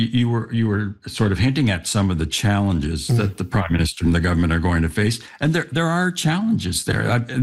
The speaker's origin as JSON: {"language": "English", "town": "Toronto", "region": "Ontario", "country": "Canada", "said": "I'm from Toronto."}